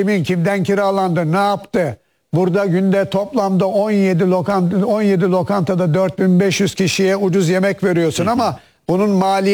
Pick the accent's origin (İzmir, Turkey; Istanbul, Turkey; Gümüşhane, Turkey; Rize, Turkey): Istanbul, Turkey; Bir İstanbullu olarak ben şunu sorarım.